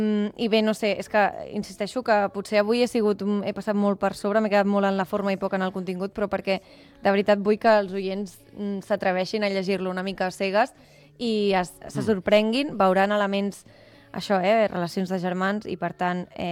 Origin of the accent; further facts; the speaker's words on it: Martorell, Catalonia, Spain; jo soc de Martorell, però tampoc és que vingui de l'altra punta del món.